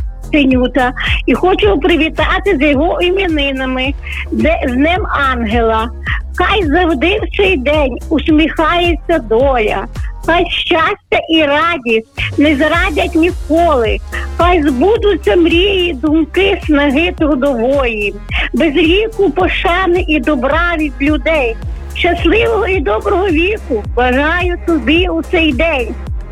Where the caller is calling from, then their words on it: Velyki Mosty, Lviv Oblast, Ukraine; То я з Великих Мостів